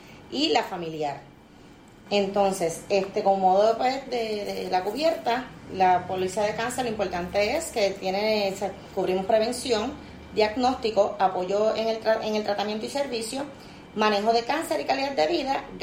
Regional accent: Ponce, Puerto Rico; yo vengo de Ponce. Llevo sobre 10 años en Cosby y viajando para acá

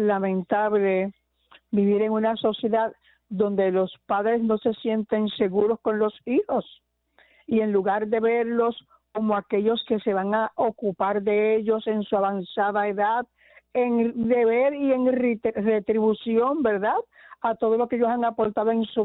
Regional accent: Puerto Rico; la esencia de nosotros como puertorriqueños

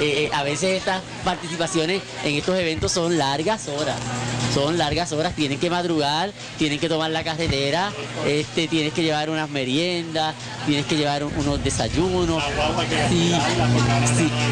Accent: San Germán, Puerto Rico; nuestra ciudad de San Germán

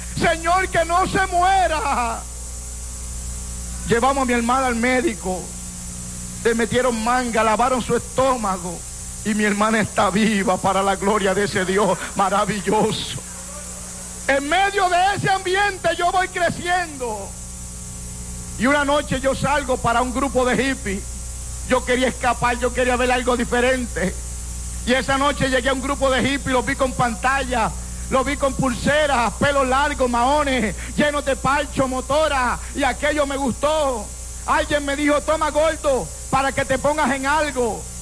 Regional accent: Bayamón, Puerto Rico; born there; also born or lived in Llorens Torres, San Juan; nací en Llorén Torre. Y mientras estábamos viviendo en Llorén Torre, comenzamos a ver las pandillas, la gente reuniéndose, la gente usando droga, la gente bebiendo, la gente peleando. Y se formaban unas tremendas peleas. Y al cabo de unos años nos mudamos para Sierra Linda, Bayamón.

